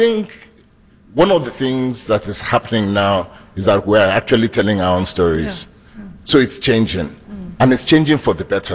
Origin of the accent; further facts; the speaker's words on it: Nigeria; they identified that I was a Nigerian